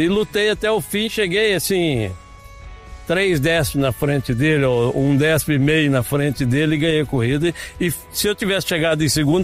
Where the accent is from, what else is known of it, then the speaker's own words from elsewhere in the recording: Brazil; Mas eu sou o único campeão brasileiro que não sou paulista.